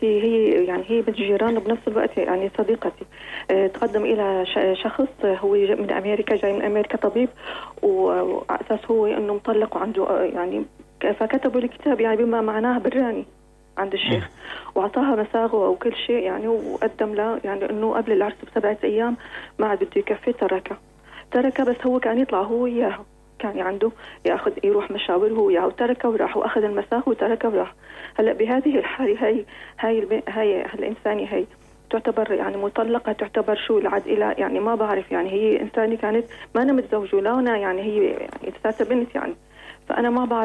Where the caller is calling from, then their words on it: Homs, Homs Governorate, Syria; أنا عم بحكي من حمص،